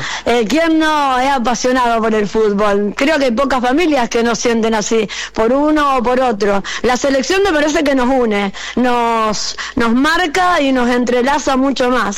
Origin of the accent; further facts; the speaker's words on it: Pujato, Santa Fe, Argentina; que somos de Pujato y estamos orgullosos de él